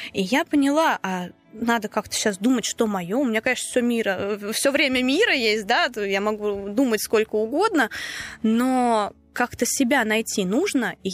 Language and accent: Russian; Nizhny Novgorod, Nizhny Novgorod Oblast, Russia; Естественно, что я нижегородка, я никуда уезжать в другой город не хочу. Мне здесь комфортно, мне здесь хорошо